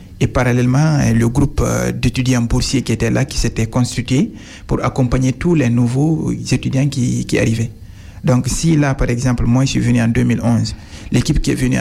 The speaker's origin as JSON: {"language": "French", "country": "Guinea", "moved": "as an adult", "lives_now": "France", "said": "moi, vu que je suis guinéen"}